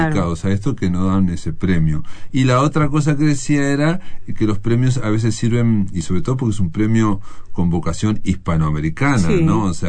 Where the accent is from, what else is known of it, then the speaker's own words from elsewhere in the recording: Fray Bentos, Río Negro, Uruguay; yo soy de Fray Vente, le decimos Kentucky.